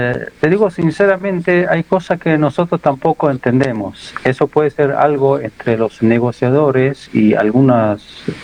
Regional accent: Iran; hablo de mi pueblo, de Irán

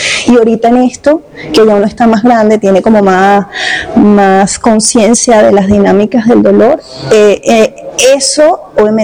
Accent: Venezuela; yo soy orgullosamente venezolana, orgullosamente venezolana.

